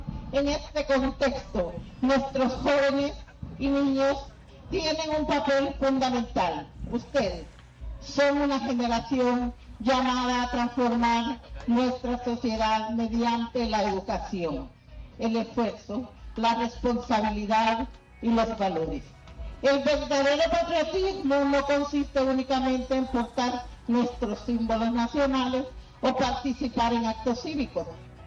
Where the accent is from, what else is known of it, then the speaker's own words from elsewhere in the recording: Honduras; Para nosotros como hondureños